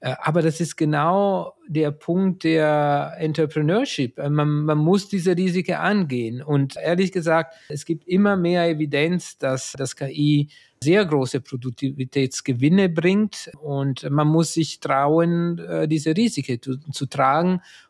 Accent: Italy; moved away; Also als Italiener habe ich immer gedacht, dass die Deutsche technikaffin sind

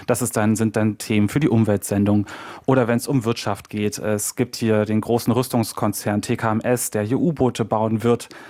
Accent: Saxony-Anhalt, Germany; born there; hast du irgendwie eine Perspektive aus dem Osten, die habe ich zum Beispiel, weil ich bin in Sachsen-Anhalt geboren

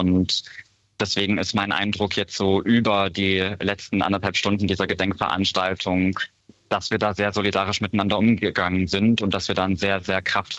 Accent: Wittenberg, Saxony-Anhalt, Germany; Schirmherrin des CSD Lutherstadt Wittenberg zu sein, in meiner Heimatstadt.

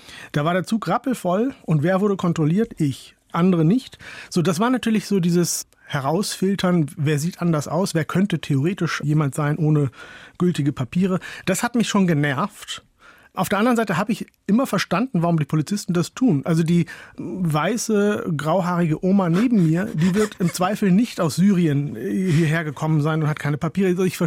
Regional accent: North Germany, Germany; Tatsächlich komme ich aus Holland-Wiel, vielleicht aus einem Dorf in Norddeutschland, aber das meinen die nicht.

